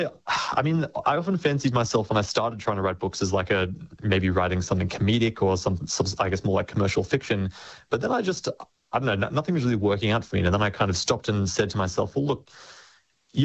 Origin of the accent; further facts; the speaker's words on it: Byron Bay, New South Wales, Australia; So I grew up in Byron Bay. So, you know, surfing every day before school, pretty much just a massive, huge part of my life growing up.